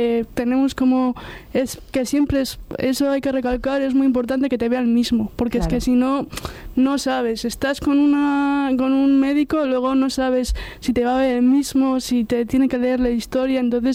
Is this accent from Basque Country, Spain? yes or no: yes; Basque Country, Spain; Me hicieron primeras intervenciones en Madrid y luego ya, pues, como soy el País Vasco, pues me llevan en cruces.